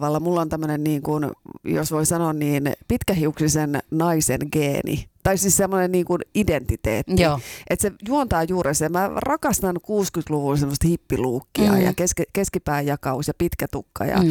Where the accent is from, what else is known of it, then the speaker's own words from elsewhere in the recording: Raahe, North Ostrobothnia, Finland; meillä Raahessa